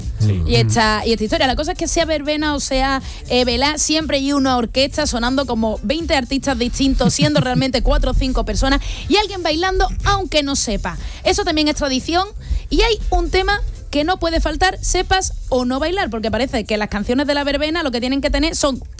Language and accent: Spanish; Andalusia, Spain; además que aquí somos distintos puntos de Andalucía, ¿lo de verbena se dice solamente en algunas partes de Andalucía? ¿Es más de Madrid? Porque yo en el pueblo siempre he escuchado las velas